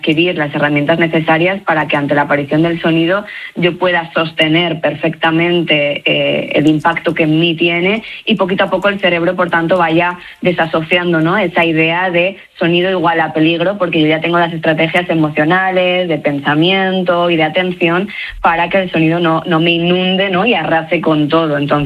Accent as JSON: {"language": "Spanish", "town": "León", "region": "Castile and León", "country": "Spain", "moved": "yes", "lives_now": "Madrid, Spain", "said": "yo pues soy de León. ¿De dónde he salido? De León, concretamente."}